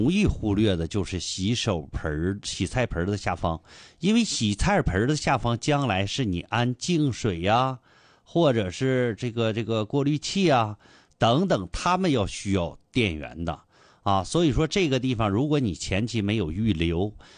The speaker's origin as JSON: {"language": "Chinese", "country": "China"}